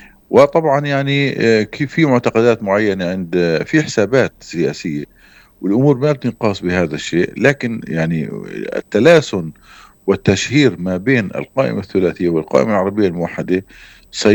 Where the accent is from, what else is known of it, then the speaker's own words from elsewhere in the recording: Palestine; إحنا كفلسطينيين